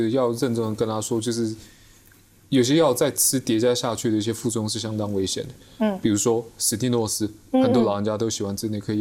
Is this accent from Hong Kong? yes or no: no; Taiwan